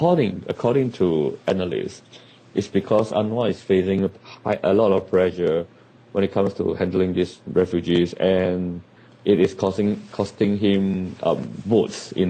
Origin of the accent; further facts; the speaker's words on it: Johor, Malaysia; including Johor, my hometown, is having unhealthy reading as well.